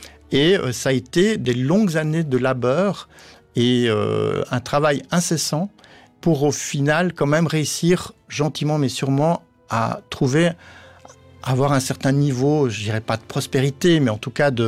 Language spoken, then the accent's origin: French; Valais, Switzerland; Moi-même, je suis valaisan